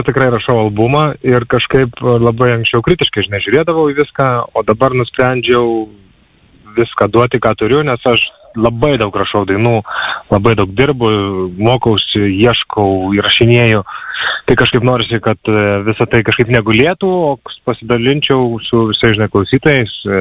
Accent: Kaunas, Kaunas County, Lithuania; Aš užaugau prie Kauno, aš užaugau Panemunėj, užaugau prie Kauno.

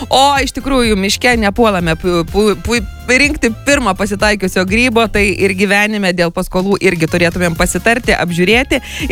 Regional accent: Druskininkai, Alytus County, Lithuania; Mano irgi gimtinė yra Druskininkai.

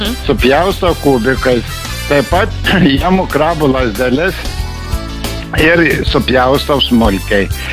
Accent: Lithuanian coast, Lithuania; Iš pajūrio esu.

